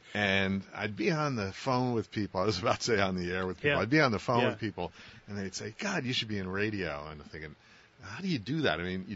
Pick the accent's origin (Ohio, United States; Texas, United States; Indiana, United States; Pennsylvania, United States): Pennsylvania, United States; Bethlehem; so I grew up in Bethlehem. The station was in Allentown.